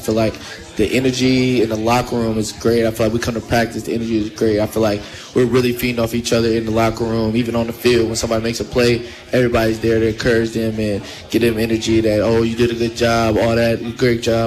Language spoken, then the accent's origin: English; Oakland, California, United States; moved away as an adult; I came from Oakland Tech.